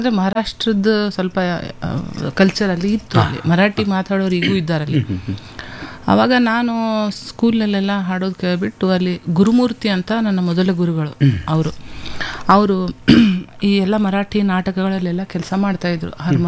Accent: Jamakhandi, Karnataka, India; now in Dharwad, India; ನಾವು ಮೂಲತಃ ಜಮಖಂಡಿಯಿಂದ ಧಾರವಾಡಕ್ಕೆ ಬಂದಿದ್ವಿ. ಜಮಖಂಡಿ ಸಂಸ್ಥಾನ, ಪಟವರ್ಧನ್ ಸಂಸ್ಥಾನ ಇತ್ತು ಅಲ್ಲಿ, ಅಲ್ಲಿ ಬಂದು ಅಲ್ಲಿಂದ ನಾವು ಧಾರವಾಡಕ್ಕೆ ಬಂದ್ವಿ. ಯಾಕಂದ್ರೆ ನಮ್ಮ ತಂದೆ ಕೆಲಸದ ನಿಮಿತ್ತ ನಾವು ಧಾರವಾಡಕ್ಕೆ ಬಂದ್ವಿ.

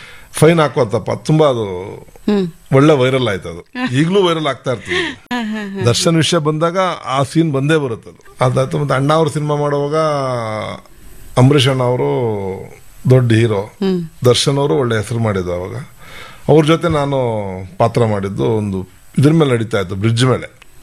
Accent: Kollegal, Chamarajanagar, Karnataka, India; born or raised there; moved away

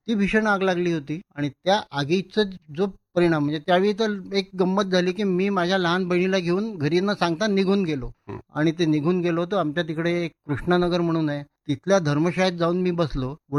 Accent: Amravati, Maharashtra, India; मी मूळ अमरावतीचा शहरीच माणूस, विलासनगर या ठिकाणी माझं राहणं होतं अमरावतीला आणि अमरावतीतच माझा जन्म झाला।

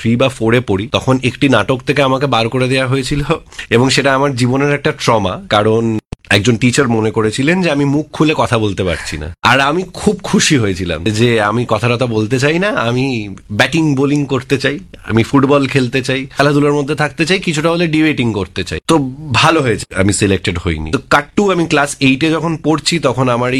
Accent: Kolkata, West Bengal, India; also born or lived in Khardah; আমার ছোটবেলাটা কেটেছে মূলত লেক গার্ডেন্সে, আমি কলকাতাতে, সাউথ কলকাতায় লেক গার্ডেন্সই আমার বড় হয়ে ওঠা। কিন্তু তার সাথে আমার মামার বাড়ি হলো খড়দা, ঠিক সোদপুর ক্রস করি তারপরে স্টেশন, তো সেখানে আমি অনেকটা সময় কাটিয়েছি আমার ছোটবেলায়

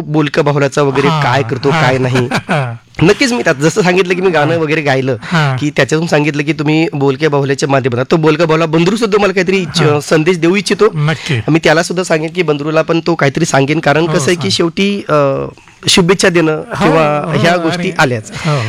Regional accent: Chinchordi, Maharashtra, India; माझं गाव आहे कळमनुरी, म्हणजे हिंगोली जिल्ह्यातील कळमनुरी तालुक्यातील चिंचोरडी हे माझं मूळ गाव आहे आणि तिथूनच माझी सगळ्या गोष्टींची सुरुवात झालेली होती.

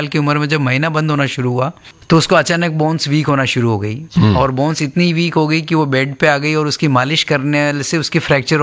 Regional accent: Rajasthan, India; moved away; मैं राजस्थान का रहने वाला हूँ और उदयपुर मेडिकल कॉलेज से मेरी अपनी पढ़ाई करी।

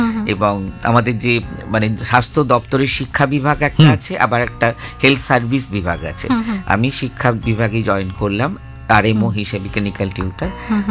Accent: West Bengal, India; born there; moved away; আমি তো ধরো মেদিনীপুরের একটা গ্রামে জন্মেছিলাম, তারপরে স্কুলে পড়া

